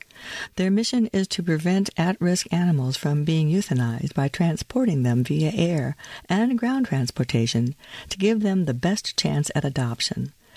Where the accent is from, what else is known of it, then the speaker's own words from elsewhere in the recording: New York City, New York, United States; also born or lived in Oregon; Although I was born in Oregon, my family spent 5 of my formative years in New York City, where my father attended university.